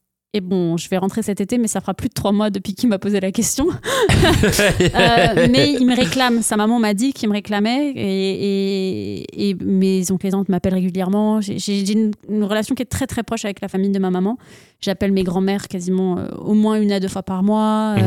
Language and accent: French; France; now in Canada; entre le moment où j'ai quitté la France et le moment où je suis arrivée au Canada, il s'est passé 15 jours.